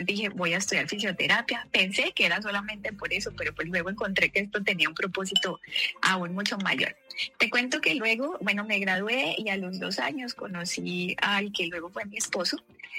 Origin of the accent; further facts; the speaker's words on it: Bogotá, Colombia; Yo nací en Bogotá, en un hogar donde tuve pues una mamá cristiana, una mamá que me enseñaba a amar a Jesús, y un papá muy católico